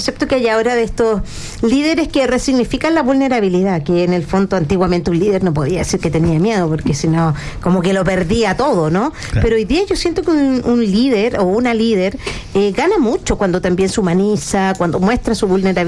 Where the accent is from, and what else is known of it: Chile